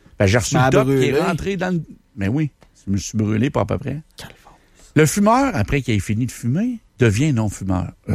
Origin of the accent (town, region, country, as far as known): Canada